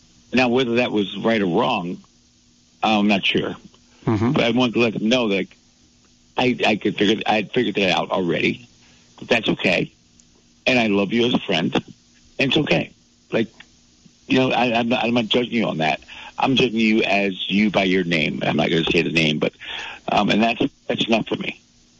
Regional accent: Saginaw, Michigan, United States; where I grew up in Saginaw, Michigan, and then I spent my summers once Saginaw got violent.

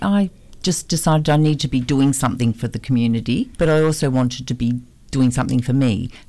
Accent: Tasmania, Australia; now in Western Australia, Australia; I grew up in Tasmania, and WA is very similar. The cool winters, we all had knitted jumpers from Nan and Mum and aunties.

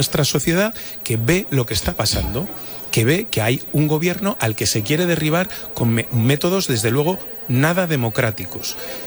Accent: Catalonia, Spain; Yo soy catalana como tú

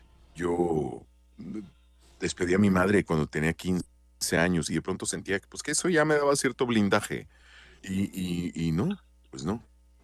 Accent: Cuauhtémoc, Chihuahua, Mexico; moved away; allá en mi ciudad Cuauhtémoc

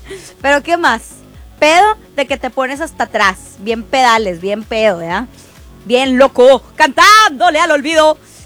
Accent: Monterrey, Nuevo León, Mexico; Amo ser regio, regia. Y que nosotros aquí en Monterrey hablemos bien raro, pero bien chido

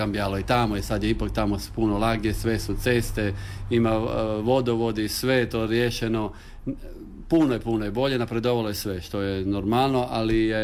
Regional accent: Petrovija, Istria County, Croatia; born there; also born or lived in Kaldir; rođen sam u Kaldiru i tamo su moji korijeni, sva moja familija, u selu Prodani. A onda smo, kad sam ima 2 leta, onda smo se preselili tu u Mah, u mjesto Petrovja, tu smo došli.

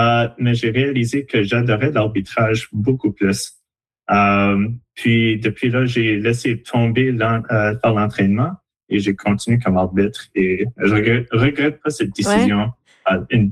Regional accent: Moncton, New Brunswick, Canada; born there; also born or lived in Saskatchewan; now in Dieppe, Canada; J'ai grandi à Moncton, puis j'ai joué pour l'école de tir. Mais maintenant, j'habite à Dieppe

